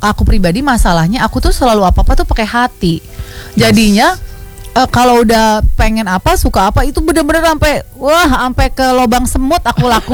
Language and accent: Indonesian; Jakarta, Indonesia; Aku Betawi.